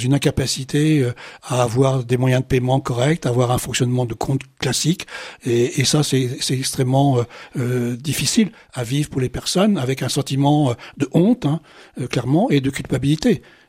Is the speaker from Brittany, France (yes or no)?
yes; Brittany, France; moved away as an adult; also born or lived in Île-de-France; je suis breton d'origine.